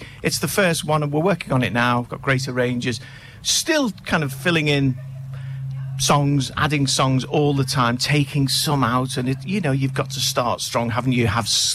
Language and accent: English; Liverpool, North West England, United Kingdom; now in Australia; I'm from Liverpool, England.